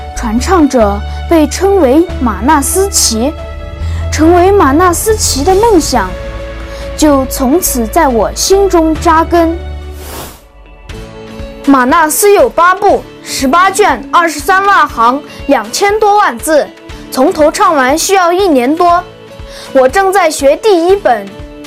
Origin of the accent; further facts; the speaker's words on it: Wuqia County, Xinjiang, China; 我的家乡在祖国最西部的乌恰县